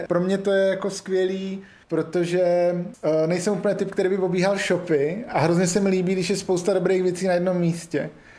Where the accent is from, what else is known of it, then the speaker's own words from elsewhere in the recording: South Moravian Region, Czechia; No, já jsem vlastně z Moravy jižní, no, tak je to součást nějakého mýho jako toho, no.